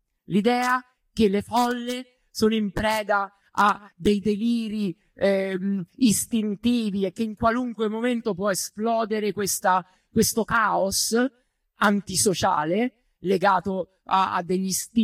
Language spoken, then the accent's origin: Italian; Rome, Lazio, Italy; Scusate, sono da Roma.